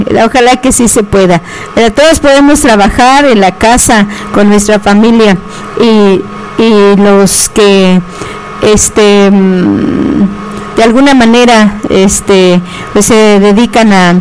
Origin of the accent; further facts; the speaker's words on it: Michoacán, Mexico; somos las cuatro regiones que conforman la meseta purépecha, y en las cuatro regiones tenemos nuestra diferente forma de hablar.